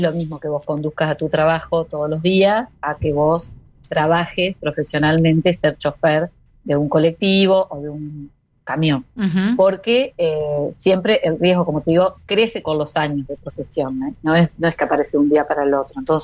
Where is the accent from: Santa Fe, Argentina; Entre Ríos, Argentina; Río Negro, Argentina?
Entre Ríos, Argentina; yo soy de Entre Ríos